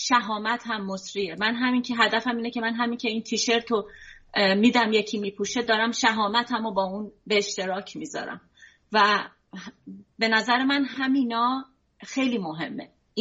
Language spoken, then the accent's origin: Persian; Iran; moved away; همه ما به دلایلی بیرون از ایران هستیم،